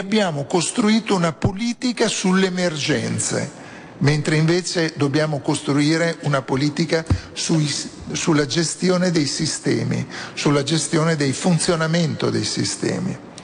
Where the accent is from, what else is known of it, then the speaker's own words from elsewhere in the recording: Rimini, Emilia-Romagna, Italy; sono di Rimini, e quindi capite bene che vengo da una realtà fortemente turistica e non certo naturale